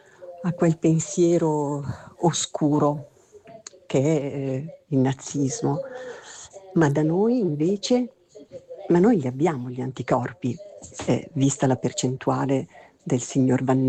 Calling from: Lodi, Lombardy, Italy

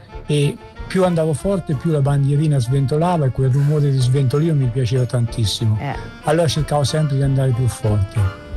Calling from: Siena, Tuscany, Italy; da Siena.

